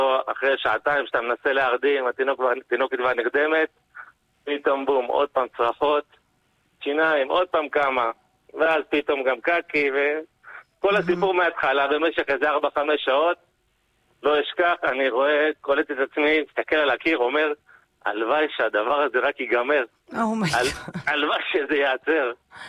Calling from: Yehud, Central District, Israel; אני מיהוד, בן 34.

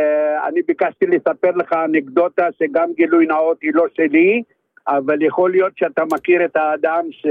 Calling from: Kfar Saba, Central District, Israel; אני מכפר סבא.

